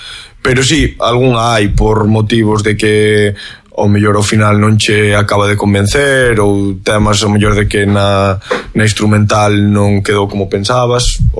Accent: Galicia, Spain; son galego, falo galego, fai música en galego.

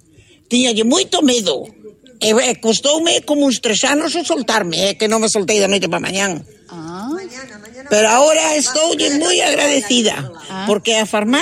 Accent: Castrelos, Galicia, Spain; No, no, son de Castrelos, e veño bueno.

